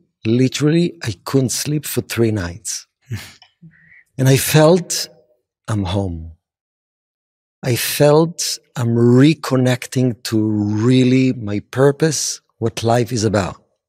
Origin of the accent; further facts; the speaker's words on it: Israel; I grew up in Israel in a non-religious family.